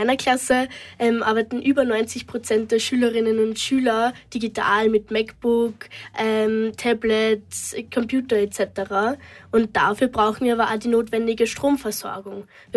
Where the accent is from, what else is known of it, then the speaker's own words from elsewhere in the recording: Jagenbach, Lower Austria, Austria; ich komme aus Jagenbach. Das ist eine kleine Ortschaft im Waldviertel in Niederösterreich.